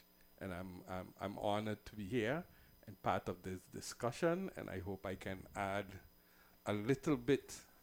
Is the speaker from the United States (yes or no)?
no; Sint Eustatius, Caribbean Netherlands; I'm from The Rock, St. Eustatius.